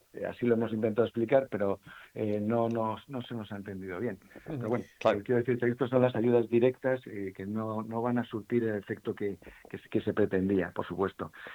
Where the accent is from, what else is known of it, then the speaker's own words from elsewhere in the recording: Madrid, Community of Madrid, Spain; now in Ceuta, Spain; Yo soy de Madrid y hace 26 años vine aquí por primera vez y me enamoré del destino.